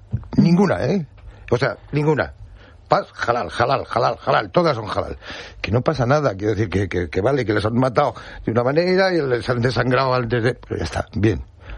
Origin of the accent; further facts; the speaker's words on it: Madrid, Community of Madrid, Spain; Con los latinos, si tú vives en esa radio, yo soy de esa radio, yo soy de Usera, o sea, me lo